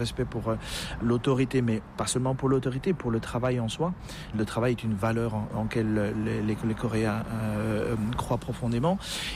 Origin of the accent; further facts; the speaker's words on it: Belgium; D'autant plus la belgitude, la Belgique, d'abord, étant donné que je suis belge.